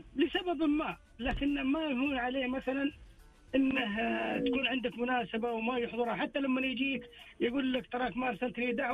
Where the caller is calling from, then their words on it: Jeddah, Makkah Province, Saudi Arabia; أكلمك من جدة طال عمرك.